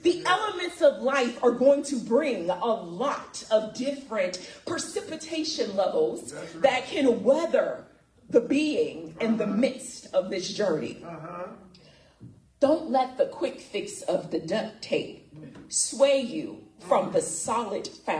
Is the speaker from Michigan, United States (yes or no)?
no; Florida, United States; growing up in South Florida